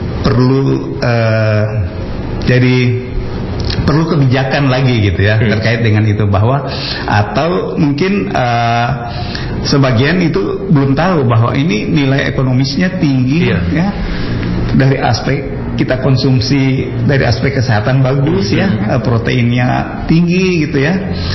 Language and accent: Indonesian; Central Sulawesi, Indonesia; born there; terutama di daerah saya ya, di Morowali Utara